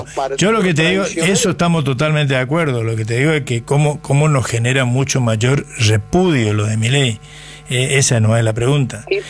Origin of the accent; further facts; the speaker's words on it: Argentina; ¿cómo hacemos los argentinos para soportar esto?